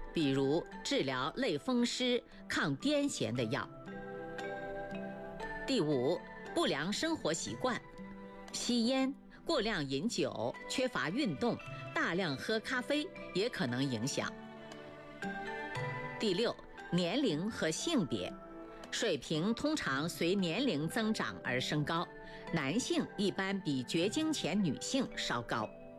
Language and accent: Chinese; China; 这在亚洲人群包括我们中国人当中相对常见